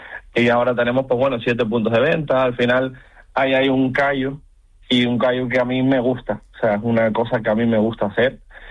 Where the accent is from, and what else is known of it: Canary Islands, Spain